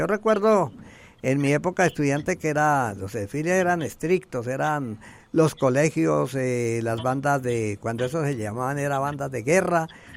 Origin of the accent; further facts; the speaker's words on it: Guayatá, Boyacá, Colombia; moved away; allá en mi pueblo, Guayatá